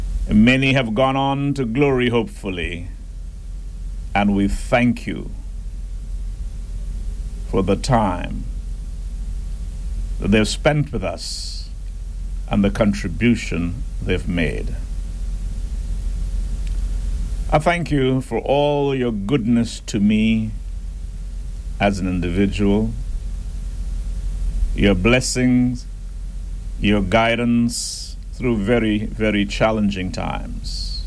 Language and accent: English; Bambarra, Middle Caicos, Turks & Caicos Islands; moved away; also born or lived in Jamaica; as I reflect from where I came from as a little boy, growing up in Bambara, and then on to Jamaica